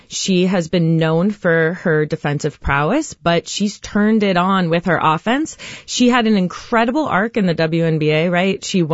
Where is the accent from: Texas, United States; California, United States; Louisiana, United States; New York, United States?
California, United States; Oakland; I grew up here in Oakland and then I lived away for a while and now I'm back.